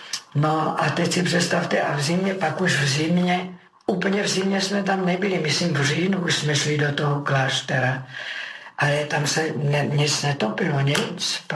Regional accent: Brno, South Moravian Region, Czechia; A já jsem šla s nimi a oni prostě chodili z těch Maloměřic po Cejlu a já jsem byla z Cejlu, že jo.

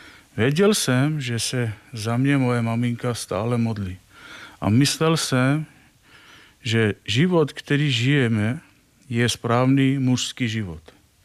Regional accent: Armenia; Czech is a second language; now in Czech Republic; a pocházím z Arménie

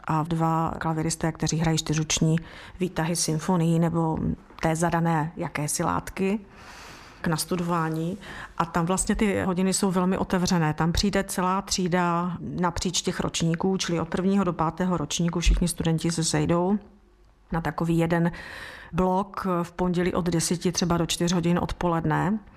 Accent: Brno, South Moravian Region, Czechia; Takže já, když jsem tam nastoupila, že jsem z Brna, tak on mě tam lapnul

